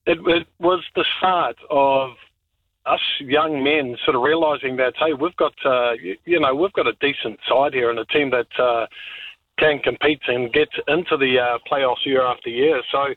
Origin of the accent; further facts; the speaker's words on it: New Zealand; But, you know, for us as Kiwi players, we just sort of focused on us.